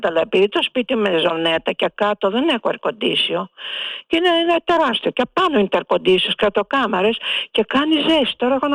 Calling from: Porto Rafti, Attica, Greece; από το Πορτοράφτη.

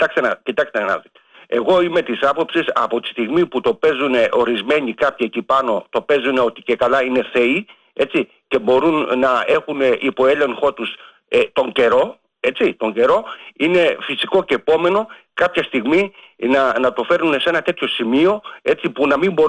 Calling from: Germany; από Γερμανία.

